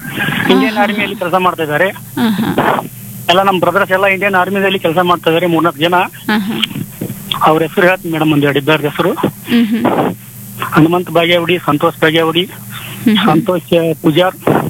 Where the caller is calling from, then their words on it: Gadag district, Karnataka, India; ನಮ್ಮೂರಲ್ಲಿ ಒಂದು ಚಿಕ್ಕ ಹಳ್ಳಿ ಮೇಡಮ್. 500-600 ಜನ ಅಷ್ಟೇ ಇರೋದು ಇಲ್ಲಿ.